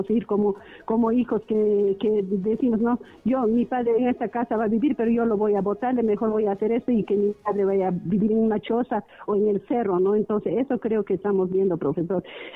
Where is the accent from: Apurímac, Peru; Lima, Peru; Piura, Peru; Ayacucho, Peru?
Apurímac, Peru; Tambobamba; mientras sea cotabambina, esté en Tambobamba, en mi tierra, en Cotabamba